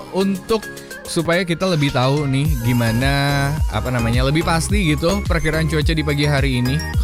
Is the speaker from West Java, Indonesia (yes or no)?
yes; Bogor, West Java, Indonesia; Sebagai warga Bogor sejati